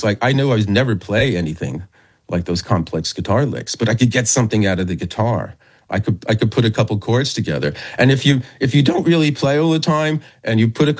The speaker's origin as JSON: {"language": "English", "region": "New Jersey", "country": "United States", "tie": "born or raised there", "said": "I mean, I when I grew up in New Jersey, I knew lots of people who were great musicians."}